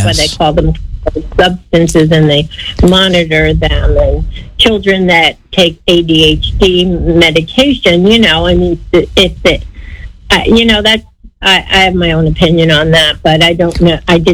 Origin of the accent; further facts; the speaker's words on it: New Jersey, United States; I'm actually from New Jersey. I'm just vacationing right now for a little bit.